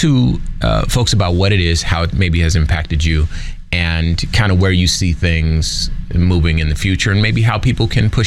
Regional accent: Compton, California, United States; I've lived a life that I, you know, I'm from Compton, I mentioned.

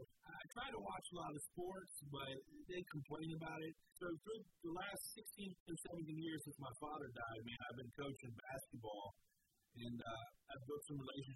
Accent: Richmond, Virginia, United States; born or raised there

